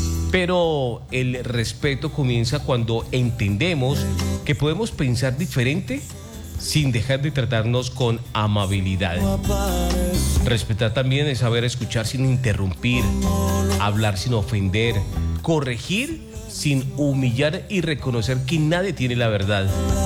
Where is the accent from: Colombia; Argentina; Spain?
Colombia; Cúcuta, Norte de Santander; Muchos no somos de Cúcuta, no somos nacidos en Cúcuta, pero nos hemos educado, criado y nuestra familia ha crecido aquí en Cúcuta. Por eso nos sentimos orgullosos de decir, vivo en Cúcuta, soy cucuteño.